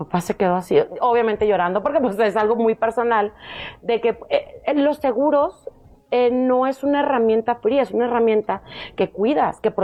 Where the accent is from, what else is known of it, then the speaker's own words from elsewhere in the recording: Mazatlán, Sinaloa, Mexico; yo soy de Sinaloa, de Mazatlán.